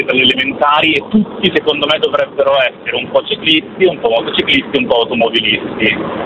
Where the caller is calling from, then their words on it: Monza, Lombardy, Italy; di Monza.